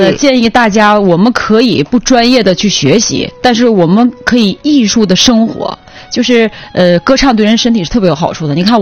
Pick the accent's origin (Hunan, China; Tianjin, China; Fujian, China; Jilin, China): Jilin, China; 我们吉林